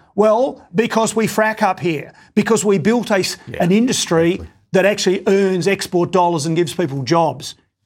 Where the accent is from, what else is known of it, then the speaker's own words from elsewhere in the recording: Queensland, Australia; I as a Queenslander, I am stung by southern states